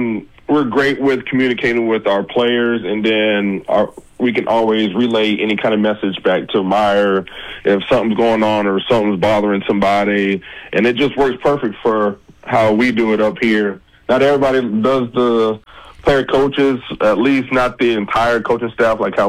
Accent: Orlando, Florida, United States; Born and raised in Orlando, went to college at Florida International, which is in Miami. So I've always been a Florida boy

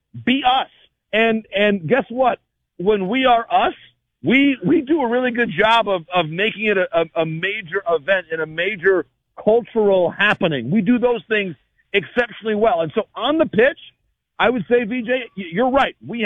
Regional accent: United States; American soccer people who are also American baseball people and American sports people

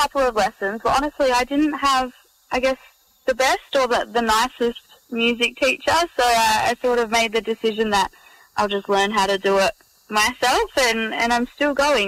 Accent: Serpentine, Western Australia, Australia; Yeah, honestly, I've probably had the best childhood that a kid could ever ask for. My parents built there 30-something years ago.

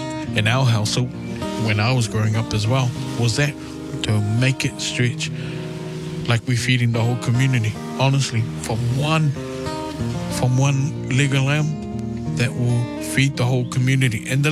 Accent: Christchurch, Canterbury, New Zealand; I'm from Christchurch.

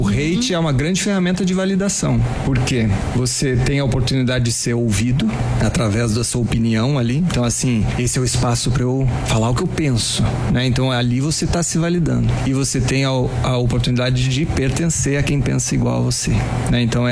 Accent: Rio Grande do Sul, Brazil; born or raised there; accent: gaúcho; also born or lived in Brasília

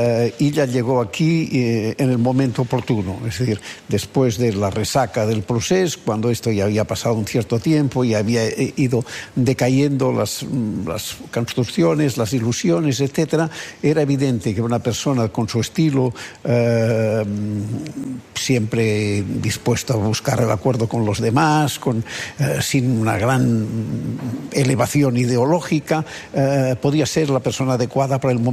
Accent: Catalonia, Spain; Un poco difícil, porque yo soy ciudadano de España, pero catalán

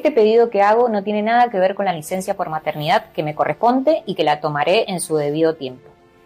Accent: Argentina; Y es mi derecho, mi deber y mi obligación como argentina y mujer del interior defender a los ciudadanos que me votaron.

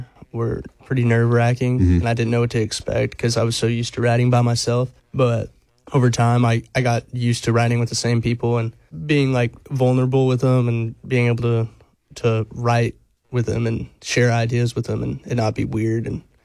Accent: Lamar, Missouri, United States; moved away; that's where I came from and went to school and grew up my whole life

